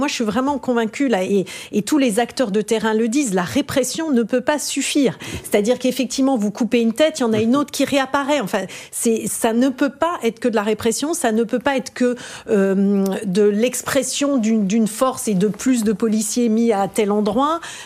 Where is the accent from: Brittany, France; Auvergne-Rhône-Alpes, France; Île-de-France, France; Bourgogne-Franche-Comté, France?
Bourgogne-Franche-Comté, France; Dijon; Je suis originaire de Dijon.